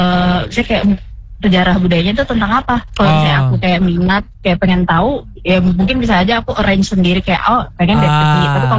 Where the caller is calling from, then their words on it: Manado, North Sulawesi, Indonesia; Aku kebetulan di Manado.